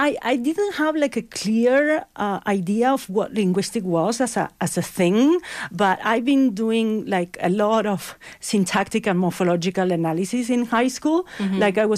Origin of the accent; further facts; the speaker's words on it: Buenos Aires, Argentina; English is a second language; moved away as an adult; also born or lived in United States; now in Toronto, California, United States; I'm from Buenos Aires, Argentina, and I studied there an undergraduate. And then I did some master studies in Patagonia in the south of Argentina in a university there. And then I did my PhD in the States at MIT. And then I moved to Canada.